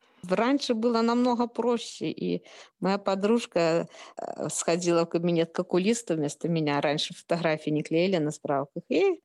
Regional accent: Shakhty, Rostov Oblast, Russia; born there; Я вообще родилась в Ростовской области, в городе Шахты.

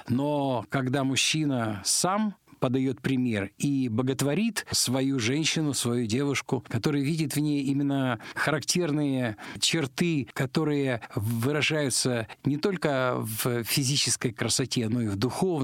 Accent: Kazakhstan; now in Moscow, Russia; Я когда, к сожалению, распался наш родной Советский Союз, я переехал из Казахстана в Москву, стал работать в одном месте города Москвы, а жил в другом.

